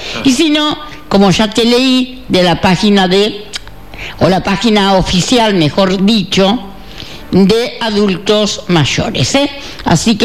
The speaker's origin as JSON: {"language": "Spanish", "country": "Argentina", "said": "vamos a tener como argentinos, como no, la curiosidad de mirarlo."}